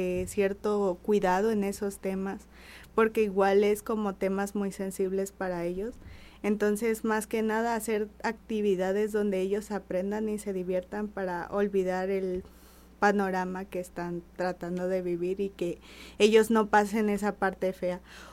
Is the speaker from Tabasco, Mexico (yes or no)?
yes; Villahermosa, Tabasco, Mexico; now in Nogales, Mexico; Pues mi abuelo es de Puebla y yo soy de Villahermosa, Tabasco.